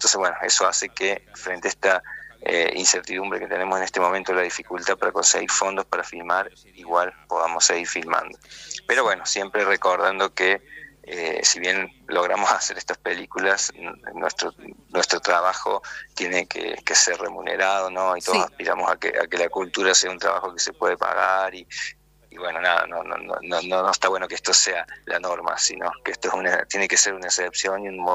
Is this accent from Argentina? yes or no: yes; Argentina